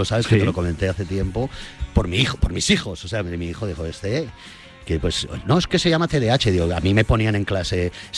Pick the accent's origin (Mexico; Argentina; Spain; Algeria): Spain; Benetússer, Valencian Community; en Benetús, en mi pueblo. Aquí doy un saludo a todos mis paisanos